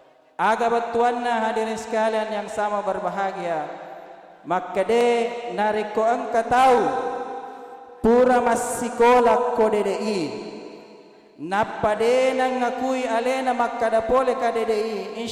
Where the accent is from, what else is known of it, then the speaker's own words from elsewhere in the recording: South Sulawesi, Indonesia; Pinrang ini adalah tempat kelahiran saya. Saya adalah putra asli Kabupaten Pinrang. Saya lahir di sebuah negeri yang sangat indah, namanya California City, Punia Desa Marano, Kecamatan Matiro Bulu.